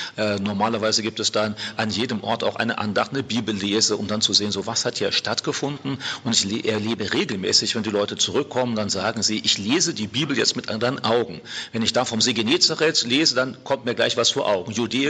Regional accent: Germany; ich komme aus Deutschland.

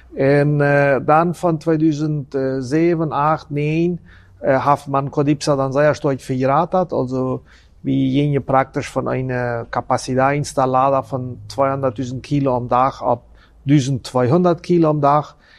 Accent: Friesland, San Pedro, Paraguay; also born or lived in Chaco; Also, ich komme ursprünglich aus Friesland.

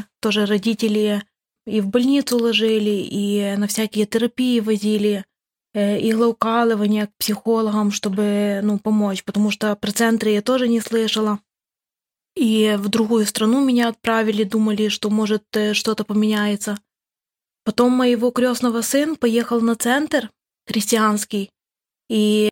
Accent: Khmelnytskyi Oblast, Ukraine; я тоже с Украины, с Хмельницкой области.

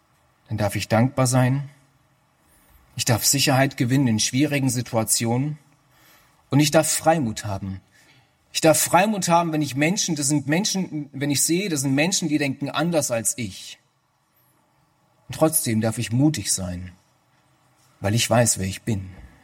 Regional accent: Germany; Ich bin dankbar, dass ich in Deutschland aufgewachsen bin.

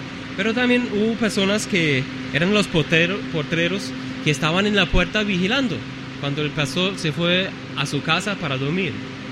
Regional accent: Germany; Spanish is a second language; En mi país, en Alemania, hay pastores.

